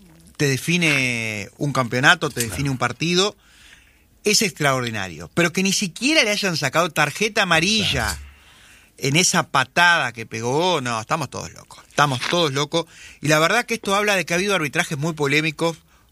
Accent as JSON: {"language": "Spanish", "country": "Uruguay", "said": "Somos uruguayos"}